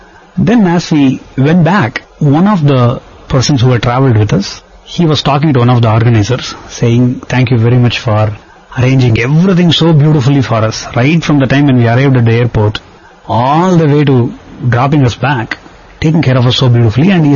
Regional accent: India; those of us who are growing up in India

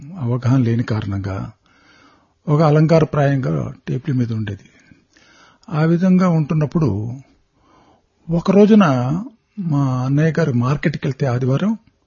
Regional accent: Devarampadu, Andhra Pradesh, India; also born or lived in Perala; మాది ఒంగోలు దగ్గర దేవరంపాడైన కుగ్రామం.

